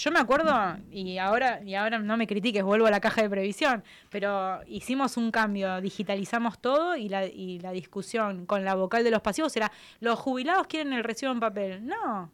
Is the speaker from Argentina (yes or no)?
yes; Argentina; now in Santa Cruz, Argentina; Voy a hablar como ciudadana argentina.